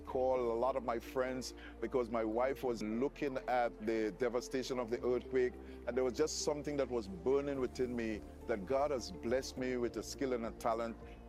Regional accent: Tobago, Trinidad & Tobago; born there; moved away; I was born in Tobago

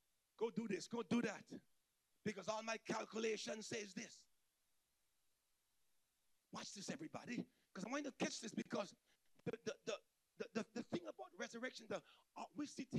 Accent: St. Vincent & Grenadines; I grew up in St. Vincent. There's a thing called Jack Spanner.

